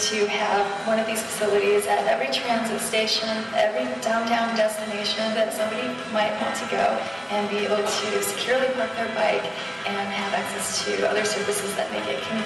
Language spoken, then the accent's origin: English; Long Beach, California, United States; we are here in my hometown of Long Beach, California